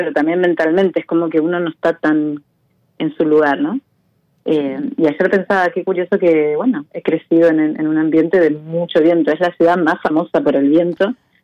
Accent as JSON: {"language": "Spanish", "town": "Necochea", "region": "Buenos Aires Province", "country": "Argentina", "said": "No, soy de Argentina, pero sí. de una ciudad costera en el sur de Buenos Aires, pero no creo que la conozca nadie. Se llama Necochea."}